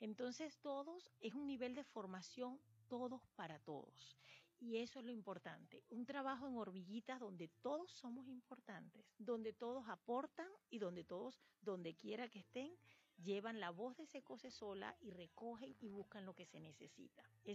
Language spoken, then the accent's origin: Spanish; Venezuela